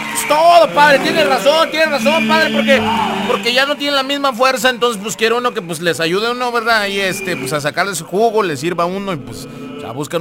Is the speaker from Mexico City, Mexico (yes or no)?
no; Chiapas, Mexico; Pero aquí al menos en San Cristóbal, allá por mi pueblo.